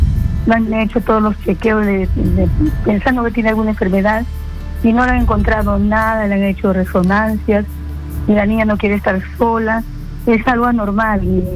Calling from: Ancash, Peru; De Ancash, estoy llamando

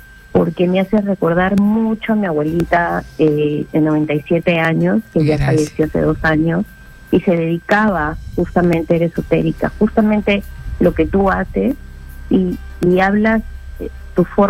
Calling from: Lima, Peru; De La Victoria, te llamo de La de Victoria. De Lima.

